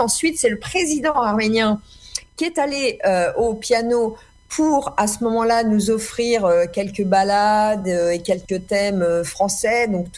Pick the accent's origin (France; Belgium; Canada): France; Évidemment, moi, en tant que Française d'origine arménienne, je n'ai pas à, à commenter les options politiques de Nikol Pachinian.